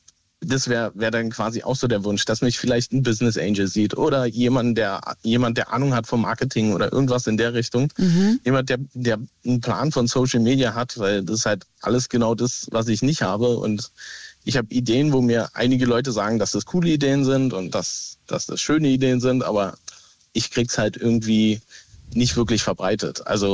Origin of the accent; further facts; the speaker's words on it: Berlin, Germany; weil wir wohnen halt in Bayern und ich bin ursprünglich Berliner